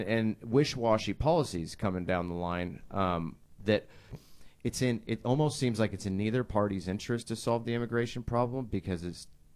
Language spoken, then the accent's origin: English; Ohio, United States; also born or lived in Santa Barbara; now in California, United States; Like, I'm from Ohio, so I know the difference.